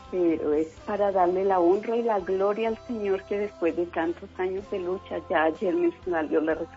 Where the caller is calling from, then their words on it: Bogotá, Bogotá Capital District, Colombia; Aquí en Bogotá, en el momento estoy en Pablo VI, primera etapa, aquí en Fraquillo.